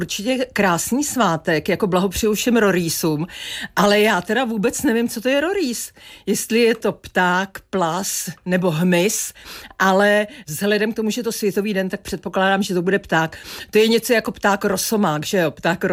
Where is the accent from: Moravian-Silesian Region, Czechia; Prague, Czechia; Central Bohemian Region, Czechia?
Central Bohemian Region, Czechia; Benešov; když jsem vyrůstala na vojenském sídlišti v Benešově u Prahy